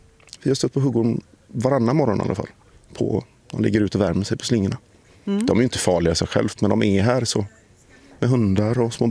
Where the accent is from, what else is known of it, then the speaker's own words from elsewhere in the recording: Partille, Västra Götaland County, Sweden; Jag är från Partille. Men nej, jag har svårt att säga sjön. Jag är uppvuxen med insjöar.